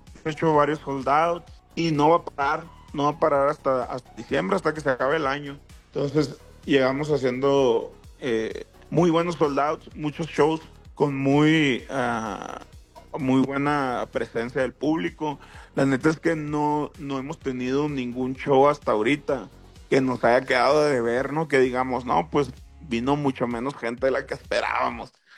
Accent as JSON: {"language": "Spanish", "town": "Ciudad Obregón", "region": "Sonora", "country": "Mexico", "said": "de lo que nosotros somos de Sonora, de Ciudad Obregón, Sonora."}